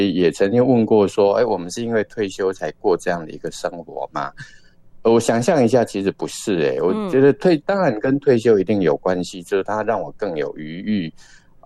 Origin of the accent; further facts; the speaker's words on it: Chiayi, Taiwan; 我是嘉义人哈，那我太太新竹北埔，那自从我离开学校，大概就开始了，二地移动的生活哈，嘉义跟北埔每个礼拜一都这样子